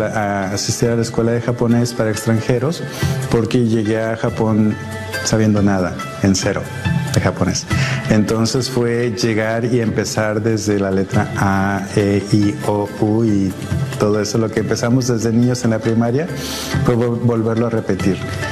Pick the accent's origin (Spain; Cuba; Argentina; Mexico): Mexico; Arteaga, Coahuila; Soy originario de Arteaga, Coahuila, está en el norte de México.